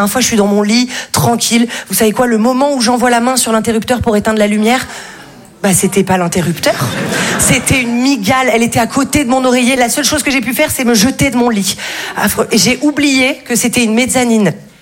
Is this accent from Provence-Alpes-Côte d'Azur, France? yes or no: yes; Val-de-Blore, Provence-Alpes-Côte d'Azur, France; moi je viens d'un tout petit village qui s'appelle Val-de-Blore, c'est sublime